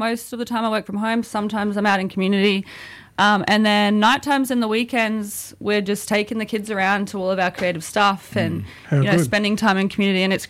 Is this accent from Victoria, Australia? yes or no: no; Queensland, Australia; I'm a Yiriman, Birri, Cobble Cobble and South Sea Islander woman.